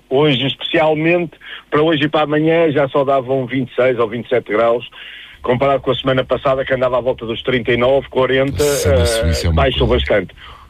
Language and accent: Portuguese; Lisbon, Portugal; Não, eu sou de Lisboa, sou puro genuíno de Lisboa, sou mesmo lisboeta. Sou do famoso bairro chinês, quem conhecia ali ao pé de Marvila.